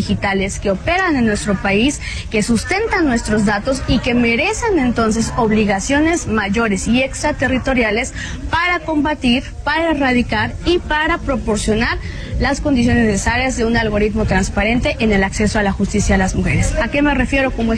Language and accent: Spanish; Mexico